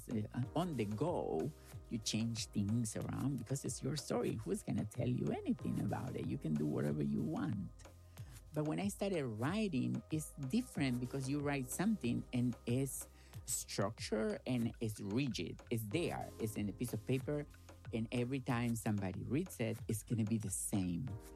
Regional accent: Gálvez, Santa Fe, Argentina; I love to talk about my hometown. I was born in Ciudad de Galvez. Most people live from agriculture.

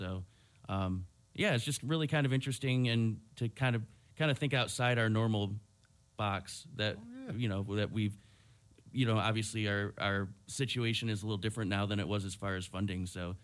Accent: Jamestown, New York, United States; Jamestown, New York. That's my hometown.

